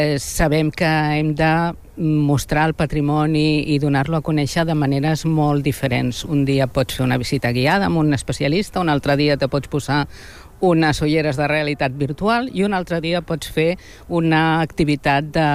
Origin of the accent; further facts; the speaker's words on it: Barcelona, Catalonia, Spain; now in Tarragona, Spain; Jo sóc de Bárquino també, resident aquí des de fa moltíssims anys